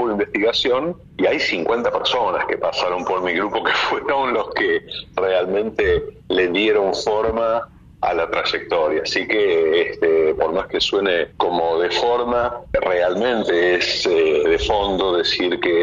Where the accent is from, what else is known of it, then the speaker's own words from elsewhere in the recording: Rosario, Santa Fe, Argentina; Yo soy de Rosario, elegí volver acá.